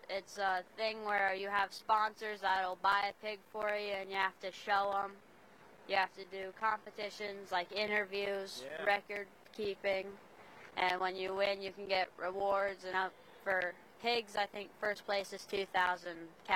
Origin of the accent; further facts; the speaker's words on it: Center, Nebraska, United States; I'm from Center, Nebraska.